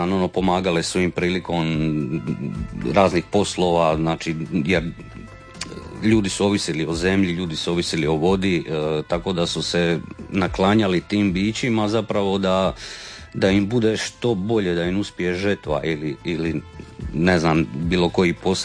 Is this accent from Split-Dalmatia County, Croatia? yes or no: yes; Split-Dalmatia County, Croatia; baš kod nas gore u Gornjim Poljicima